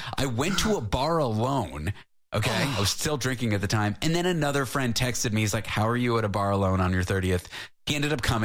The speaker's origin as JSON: {"language": "English", "town": "Toronto", "region": "Ontario", "country": "Canada", "tie": "born or raised there", "said": "I grew up in Toronto going to the Sky Dome, okay?"}